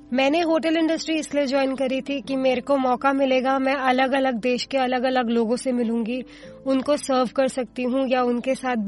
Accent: Delhi, India; दिल्ली की ही रहने वाली हूँ।

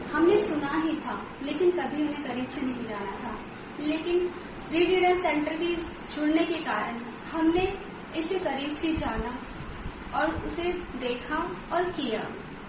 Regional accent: Delhi, India; नमस्कार दोस्तों … और मैं दिल्ली से हूँ।

